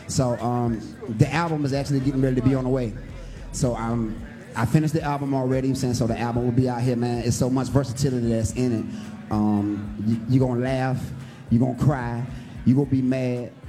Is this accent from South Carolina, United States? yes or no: yes; Wagner, South Carolina, United States; the kid live in the building. I'm from Wagner, South Carolina.